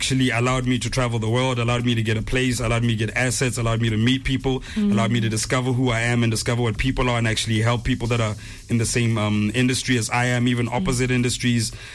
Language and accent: English; Selebi-Phikwe, Botswana; moved away; I grew up in Pico.